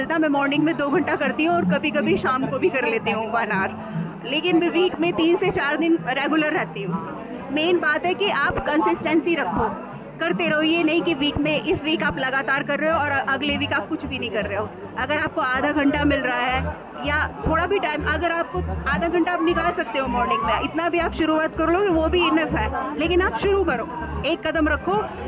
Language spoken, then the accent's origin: Hindi; Ghaziabad, Uttar Pradesh, India; और मैं गाजियाबाद NCR दिल्ली से आई हूँ